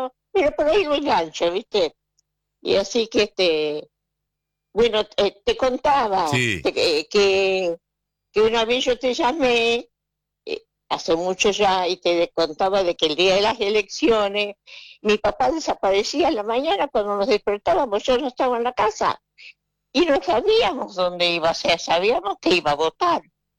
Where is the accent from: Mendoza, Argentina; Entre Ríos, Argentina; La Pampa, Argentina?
Entre Ríos, Argentina; Villaguay; born there; En Villaguay, Entre Ríos.